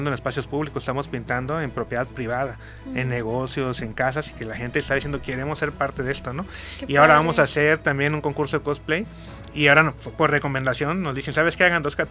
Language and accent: Spanish; Acapulco, Guerrero, Mexico; nuestra ciudad